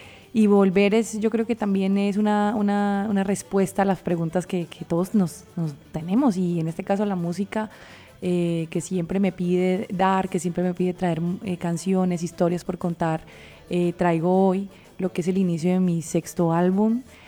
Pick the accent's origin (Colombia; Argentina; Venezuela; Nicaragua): Colombia; Santander; y como buena santandereana, hija de un hombre también que le gustaba la fiesta, la parranda